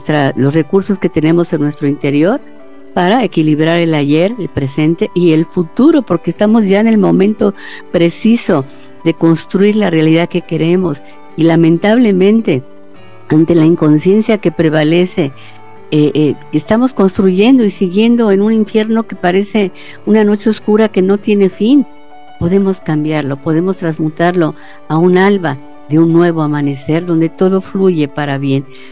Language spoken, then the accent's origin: Spanish; Mexico; Date cuenta lo que estamos viviendo como mexicanos, como humanidad.